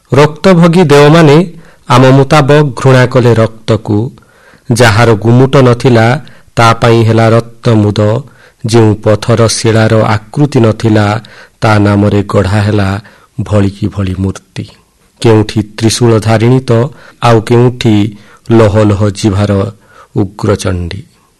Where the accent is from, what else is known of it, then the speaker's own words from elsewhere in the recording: Nabarangpur, Odisha, India; ମୁଁ ଆସିଛି କଣ୍ଟାମାଳ ନବରଙ୍ଗପୁରରୁ।